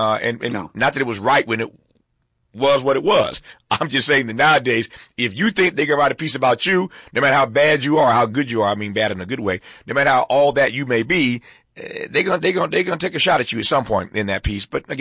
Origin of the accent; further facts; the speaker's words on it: Indiana, United States; also born or lived in Mississippi; as a kid growing up in Indiana, born in Mississippi